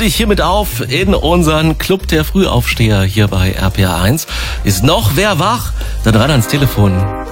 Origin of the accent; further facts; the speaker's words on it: Hesse, Germany; Ich bin ja Binner Kra Hesse, hör mal.